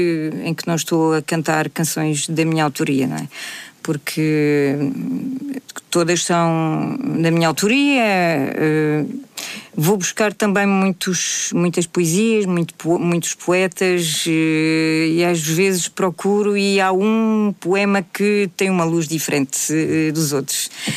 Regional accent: France; muitas pessoas me diziam: português é muito difícil de cantar. Logo eu, que vim de França, não é? E que de repente pego na língua portuguesa

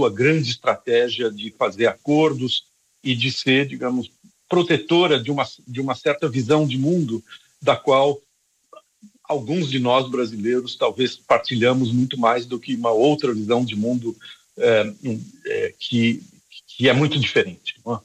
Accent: Brazil; now in Portugal; O João Gabriel e eu, que somos brasileiros a viver em Portugal, sabemos disso

